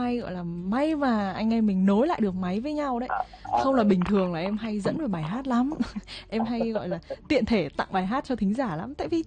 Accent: Quang Ninh, Vietnam; Lạ thật đấy, đúng là lạ với một người con của Quảng Ninh như em.

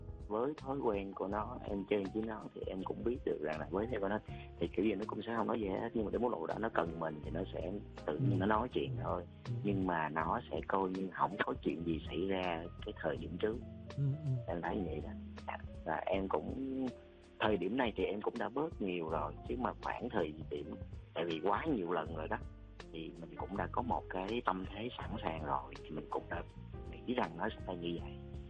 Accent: Southern Vietnam, Vietnam; tại vì em thích những cái giọng văn giống như của chị Nguyễn Ngọc Tư, cái kiểu văn Nam Bộ á, tại vì em người Nam cái kiểu vậy

